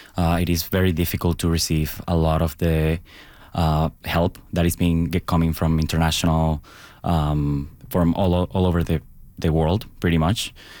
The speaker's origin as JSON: {"language": "English", "town": "Caracas", "region": "Capital District", "country": "Venezuela", "said": "I'm from Caracas. It's one of the affected areas."}